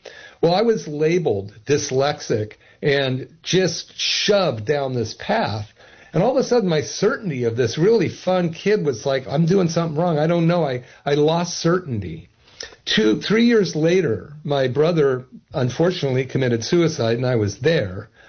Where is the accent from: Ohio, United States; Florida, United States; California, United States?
California, United States; Berkeley; So they gave me drugs, and I grew up in Berkeley in the 60s, and I listened to this group called … a song